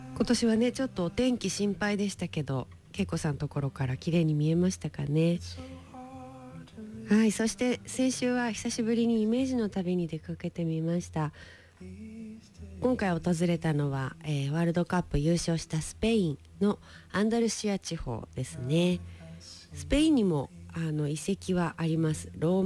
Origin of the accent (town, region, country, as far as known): Mito, Ibaraki, Japan; born or raised there; moved away